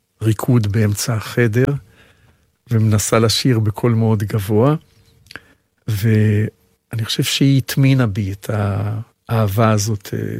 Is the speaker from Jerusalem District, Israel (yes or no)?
no; Tel Aviv, Tel Aviv District, Israel; born there